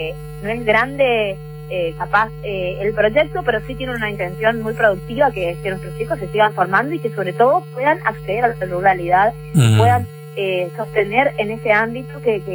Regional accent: Monte Caseros, Corrientes, Argentina; born there; Yo particularmente, que soy nacida en Montecaseros

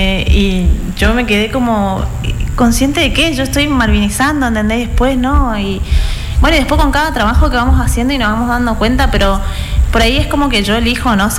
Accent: Argentina

